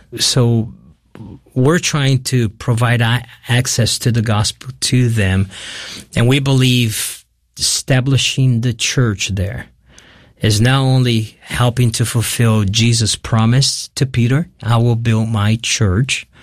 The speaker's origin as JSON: {"language": "English", "country": "Brazil", "tie": "born or raised there", "second_language": "English", "said": "Well, I grew up in Brazil, as a Brazilian, you hear about Christ, you have the big Christ in Rio"}